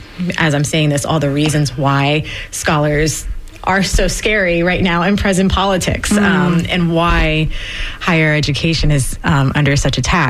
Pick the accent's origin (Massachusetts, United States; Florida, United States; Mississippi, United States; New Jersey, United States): Florida, United States; Tampa; So I'm from Florida. I'm from Tampa. My mom's family is from Ybor City.